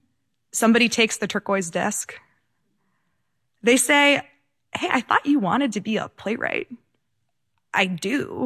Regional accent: California, United States; it kind of looks like where we grew up in California.

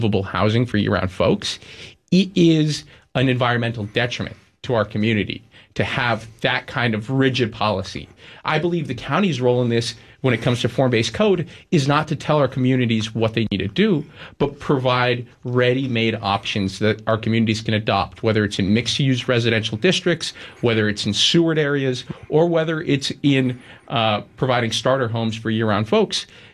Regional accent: Massachusetts, United States; born there; when I was born on Cape Cod in the year 2000, the median home was going for about $195,000.

